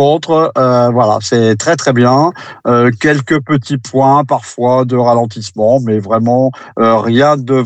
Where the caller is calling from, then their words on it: Hauts-de-France, France; moi je suis revenu dans notre belle région.